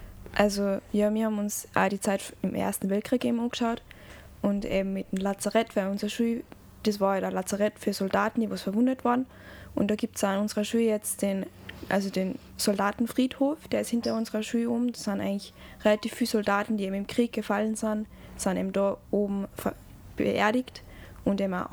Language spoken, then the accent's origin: German; Flachau, Salzburg, Austria; ich komme aus Flachau